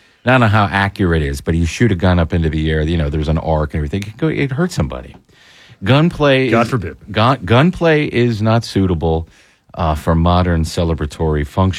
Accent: Pennsylvania, United States; moved away; when I grew up in Pennsylvania

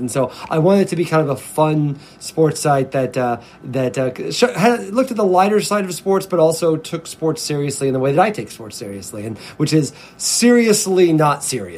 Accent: Mattoon, Illinois, United States; my hometown, Mattoon, Illinois, is 2 hours from the closest airport.

